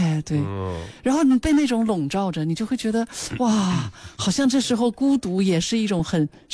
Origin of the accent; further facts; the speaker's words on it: southern China, China; 尤其我是个南方人